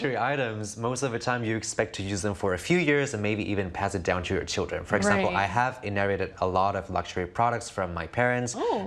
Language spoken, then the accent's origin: English; Spain; moved away; I come from Spain